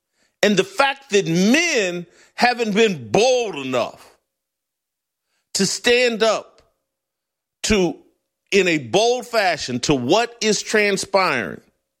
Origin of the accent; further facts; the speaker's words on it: Indianapolis, Indiana, United States; my hometown of Indianapolis.